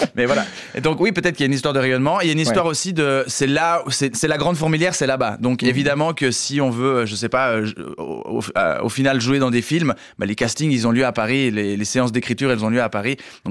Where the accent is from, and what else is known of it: Romandy, Switzerland